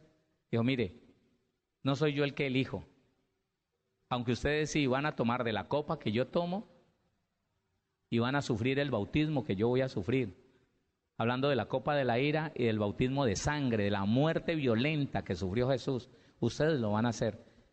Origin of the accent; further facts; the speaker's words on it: Valle del Cauca, Colombia; en la ciudad de donde soy, allá en el Valle del Cauca.